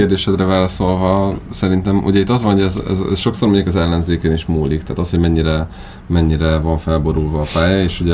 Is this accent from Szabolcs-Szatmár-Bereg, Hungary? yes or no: yes; Nyíregyháza, Szabolcs-Szatmár-Bereg, Hungary; Abszolút Nyíregyházi vagyok, igen. Tirpák egyébként, azt is mondhatnám.